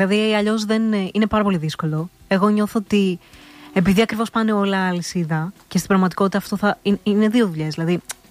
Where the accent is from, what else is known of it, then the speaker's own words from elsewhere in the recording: Thasos, East Macedonia and Thrace, Greece; Η καταγωγή μου είναι από τη Θάσου.